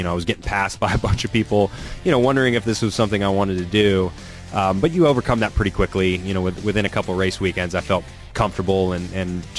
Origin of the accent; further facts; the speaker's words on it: Nashville, Tennessee, United States; I'm from Nashville, Tennessee